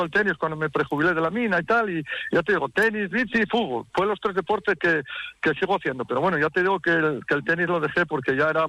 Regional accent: Turón, Asturias, Spain; Yo soy de Turón, un pueblo al lado de Mieres, un pueblo minero.

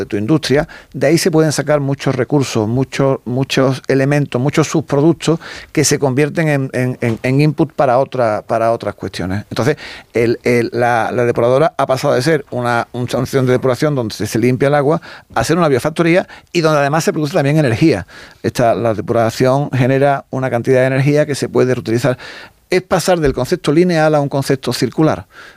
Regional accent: Spain

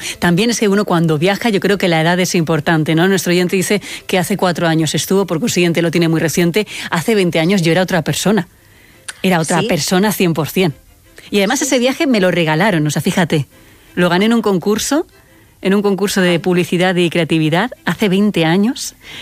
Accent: Valencian Community, Spain; tú lo haces porque como yo soy valenciana, dices, voy a llevarle un paisano

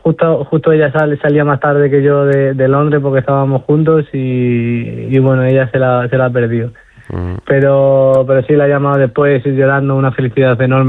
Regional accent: Don Benito, Extremadura, Spain; Estaba yo bañándome en la Plaza de España de mi pueblo.

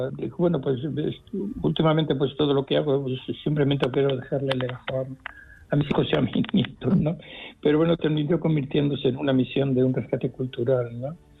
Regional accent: Alcázar de San Juan, Castilla-La Mancha, Spain; en nuestro pueblo, en Alcázar de San Juan, se dice que no hablamos, sino que allí lo que hacemos es sentenciamos

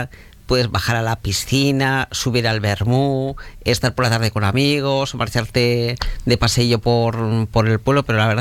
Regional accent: Gumiel, Castile and León, Spain; descendientes de Gumiel, porque yo tengo una sobrina que no ha nacido, pero es que lo siente como suyo, mi pueblo.

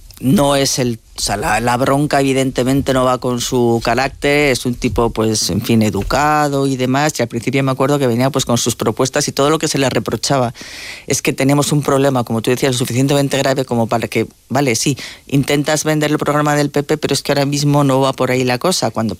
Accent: Spain; frente a su victimismo las víctimas somos los españoles

